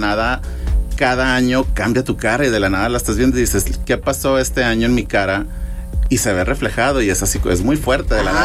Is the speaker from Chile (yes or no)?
no; Mexico; also born or lived in Trinidad and Tobago; yo nací en Trinidad y Tobago, uh-huh, pero mi mamá es de Sonora. Uh-huh. Y mi mamá es blanca, digamos, mexicana blanca sonorense.